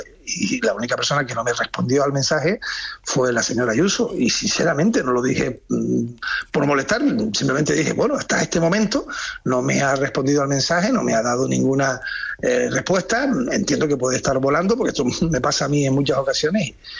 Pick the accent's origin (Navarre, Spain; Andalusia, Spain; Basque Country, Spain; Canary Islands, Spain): Canary Islands, Spain; Yo soy canario, como bien exponías, pero es que además era presidente de Canarias cuando tuvimos el primer caso de COVID en nuestro país.